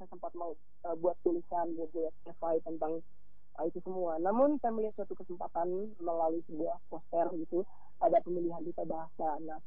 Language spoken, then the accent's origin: Indonesian; Manggarai, East Nusa Tenggara, Indonesia; Saya dikatakan orang Manggarai ketika saya bisa berbahasa Manggarai.